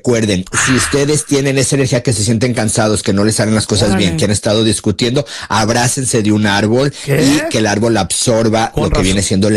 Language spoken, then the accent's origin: Spanish; Guadalajara, Jalisco, Mexico; Pues, mira, mi feo, pues soy tapatío, soy chiva de corazón. Yo ya soy de Guadalajara, Jalisco